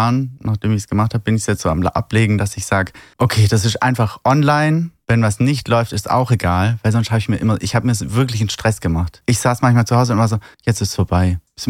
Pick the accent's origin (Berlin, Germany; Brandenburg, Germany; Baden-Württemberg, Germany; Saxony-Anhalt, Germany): Baden-Württemberg, Germany; Also als Schwabe darfst du ja auch nichts wegschmeißen.